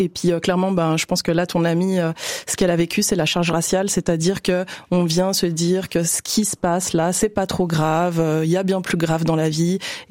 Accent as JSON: {"language": "French", "region": "Geneva", "country": "Switzerland", "tie": "born or raised there", "said": "j'ai grandi ici en Suisse, à Genève, donc j'avais aussi des biais racistes, hein, il faut pas penser que parce que je suis noire"}